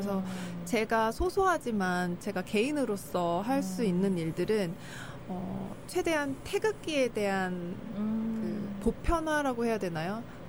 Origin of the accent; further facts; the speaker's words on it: South Korea; moved away; also born or lived in United States; 대한민국 국민으로서